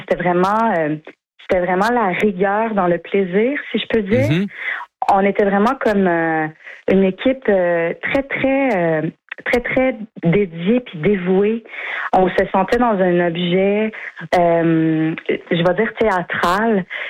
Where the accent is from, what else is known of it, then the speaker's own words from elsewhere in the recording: Danville, Quebec, Canada; moved away; mon village natal. Danville. La série a été en partie tournée à Danville. Puis moi, je viens de là. Toute ma famille est encore là.